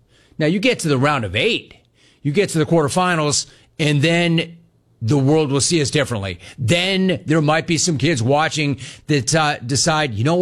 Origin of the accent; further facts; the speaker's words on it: Los Angeles, California, United States; born there; I'm not from Tarzana. I'm not from Chatsworth. I grew up, I was born in Los Angeles.